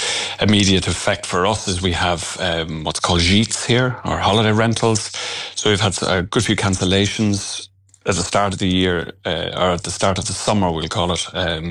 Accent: Ireland; moved away as an adult; now in France; I'm Irish, but we're here 10 years at this stage.

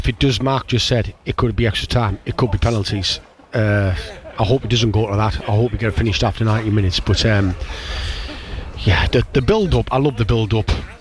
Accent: North East England, United Kingdom; we're going to show you what we're all about, we're from Teesside, do you know what I mean, and give it your all

